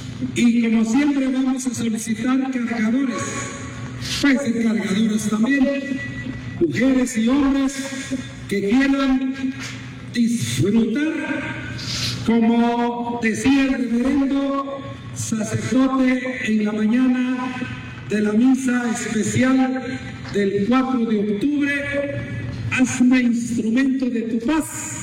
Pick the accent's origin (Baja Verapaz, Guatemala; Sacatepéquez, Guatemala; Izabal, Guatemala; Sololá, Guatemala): Sololá, Guatemala; Santiago Atitlán; o de mi pueblo Santiago Atitlán